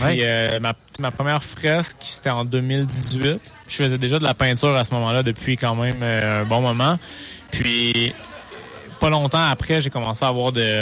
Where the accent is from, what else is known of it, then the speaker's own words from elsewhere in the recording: Sherbrooke, Quebec, Canada; À la base, moi, je suis de Sherbrooke